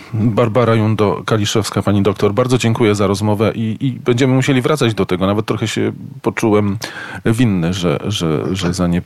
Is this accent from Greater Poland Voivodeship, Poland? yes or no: no; Warsaw, Masovian Voivodeship, Poland; Jestem z Warszawy